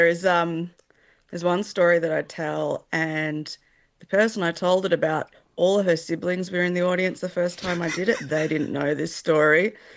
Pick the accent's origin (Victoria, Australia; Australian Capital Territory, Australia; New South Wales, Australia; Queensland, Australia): New South Wales, Australia; Wollongong; every time I meet someone from Newcastle and I say I'm from Wollongong